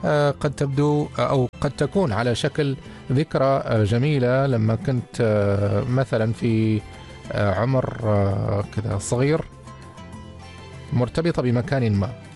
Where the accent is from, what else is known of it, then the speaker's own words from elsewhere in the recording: Oman; هذه الأشياء الجميلة أنا يعني أعتقد أنها مميزة فينا كعمانيين أو معنا كعمانيين